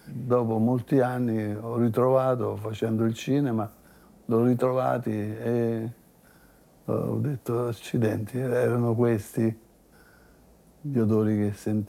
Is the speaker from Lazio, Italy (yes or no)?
yes; Rome, Lazio, Italy; born there; Sono nato a Via del Tritone, a Roma.